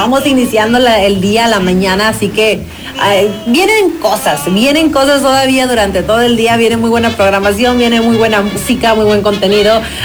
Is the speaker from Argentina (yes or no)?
no; Mexico; nos caracterizan mucho a nosotros como mexicanos